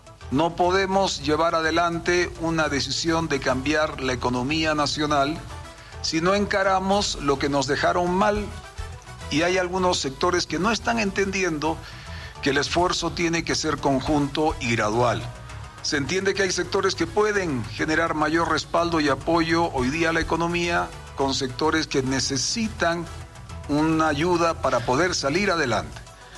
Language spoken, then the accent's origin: Spanish; Bolivia; Me siento orgulloso de ser parte, uno más, hoy como presidente, pero como boliviano